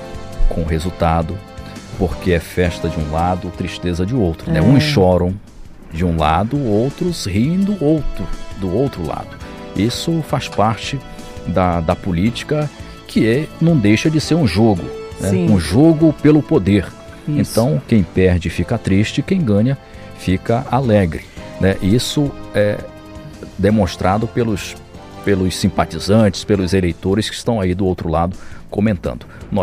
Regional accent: Entre Rios, Brazil; Boa noite, sou de Entre Rios

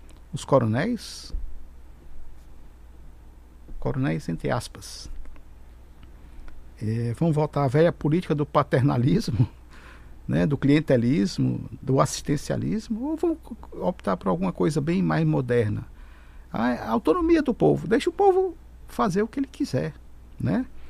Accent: Ceará, Brazil; now in Roraima, Brazil; Eu sou do Ceará. O Ceará era um estado paupérrimo. Povo pobre. Eu estou aqui em Roraima há 39 anos.

